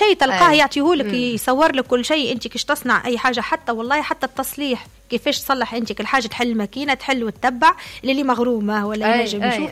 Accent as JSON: {"language": "Arabic", "country": "Tunisia", "said": "عدد الجمعيات اللي عندنا في تونس اللي هي ماهيش شويه"}